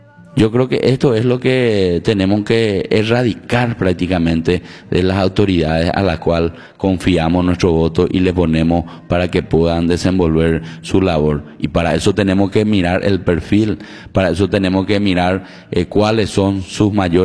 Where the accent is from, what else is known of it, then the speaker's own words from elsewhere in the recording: Paraguay; esa es la idiosincrasia nuestra también como paraguayo